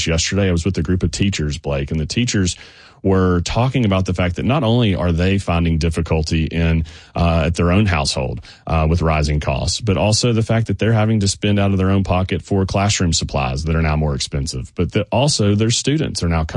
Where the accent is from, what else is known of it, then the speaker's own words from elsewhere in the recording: Columbia, Tennessee, United States; Of course, I'm from Columbia, born and raised, went to school in Knoxville, went to law school in Memphis. And so I'm Tennessee through.